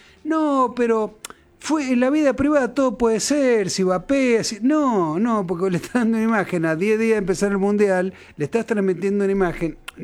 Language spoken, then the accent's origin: Spanish; Argentina; Y lo mirás como argentino.